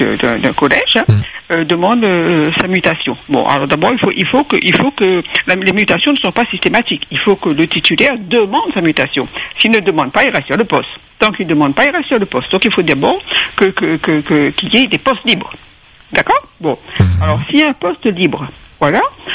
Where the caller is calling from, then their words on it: Réunion; ici à La Réunion